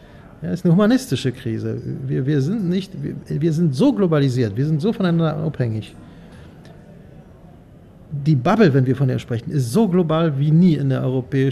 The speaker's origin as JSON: {"language": "German", "town": "Gdańsk", "region": "Pomeranian Voivodeship", "country": "Poland", "tie": "born or raised there", "said": "In meiner Heimatstadt Danzig die Verständigung mit skandinavischen Ländern"}